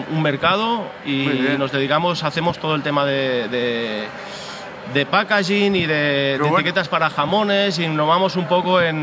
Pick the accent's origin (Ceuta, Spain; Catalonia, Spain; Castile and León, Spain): Catalonia, Spain; Barcelona; yo soy de Barcelona.